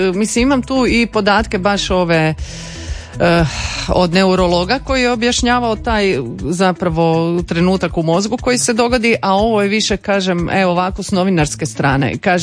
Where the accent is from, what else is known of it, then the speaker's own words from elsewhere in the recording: Croatia; ako si kod nas u Hrvatskoj